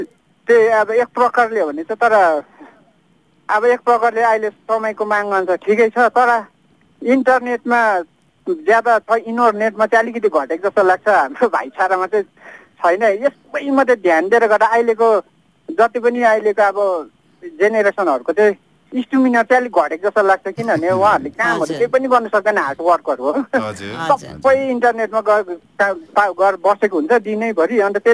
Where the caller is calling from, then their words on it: Mirik, West Bengal, India; म तपाईँहरूको एकदम रेगुलर लिसनर मिरिक थर्मनिङ्गालीबाट … बोल्दैछु।